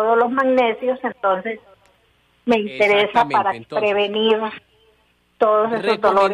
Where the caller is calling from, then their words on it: Bogotá, Colombia; Aquí en Bogotá